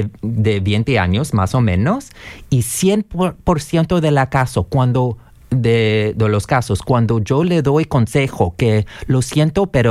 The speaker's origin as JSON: {"language": "Spanish", "town": "Chicago", "region": "Illinois", "country": "United States", "tie": "born or raised there", "moved": "as an adult", "lives_now": "Ohio, United States", "said": "Yo crecí en Chicago. Mis padres son de Chicago, you know, son inmigrantes"}